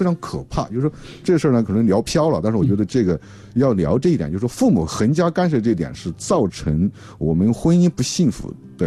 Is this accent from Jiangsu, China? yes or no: no; Sichuan, China; moved away; 我是37岁才结婚，我记得我36岁那年我回去，我老爷子结了，我是四川人啊，因为我出来的比较早。